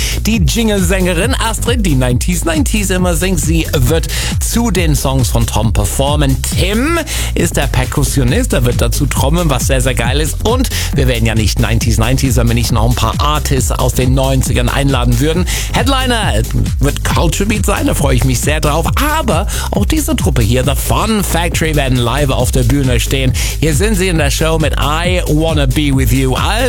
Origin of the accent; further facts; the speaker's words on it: Bremen, Germany; Ich war so oft da als Jugendlicher. Ich bin in Bremen zur Schule gegangen.